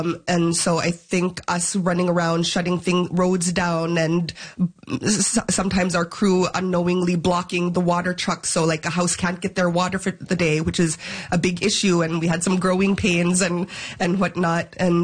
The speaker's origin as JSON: {"language": "English", "region": "Nunavut", "country": "Canada", "said": "when they hear I'm from the Arctic or from Nunavut and that I'm Inuit"}